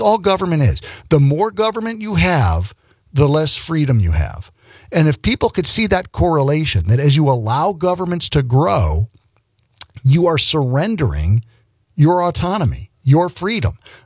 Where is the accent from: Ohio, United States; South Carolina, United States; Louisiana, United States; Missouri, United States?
South Carolina, United States; because I'm from South Carolina, and he's actually my congressman